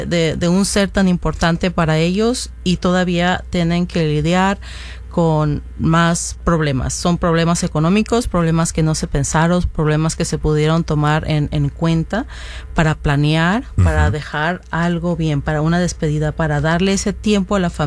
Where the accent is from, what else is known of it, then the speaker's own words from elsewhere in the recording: Mexico; Mi mamá, yo soy de México, mi mamá es de Michoacán, falleció